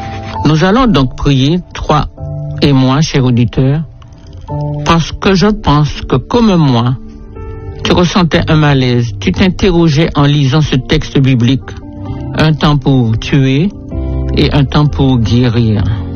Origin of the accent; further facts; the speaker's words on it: Martinique; chez nous aux Antilles en Martinique.